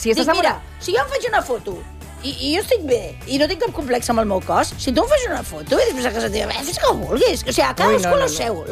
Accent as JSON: {"language": "Catalan", "region": "Catalonia", "country": "Spain", "said": "jo soc catalana i vull que guanyi Espanya"}